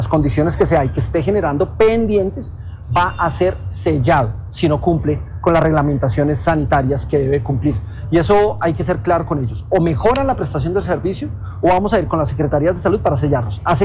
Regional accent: Colombia; nosotros como colombianos ya les pagamos

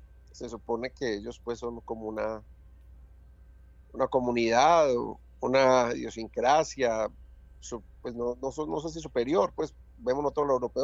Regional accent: Colombia; Nosotros los colombianos nos cuesta muchísimo decir te amo

